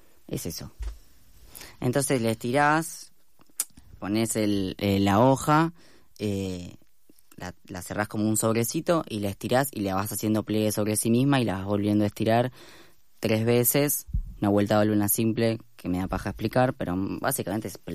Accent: La Pampa, Argentina; soy de La Pampa, en La Pampa nunca había un croissant en ningún lado.

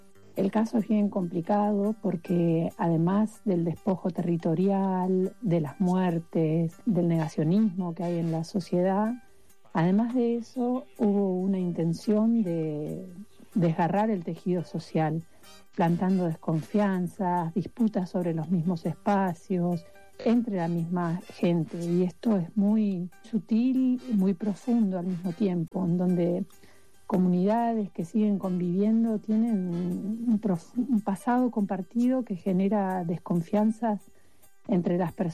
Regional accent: San Carlos de Bariloche, Río Negro, Argentina; el lugar donde vivo, yo soy de Bariloche.

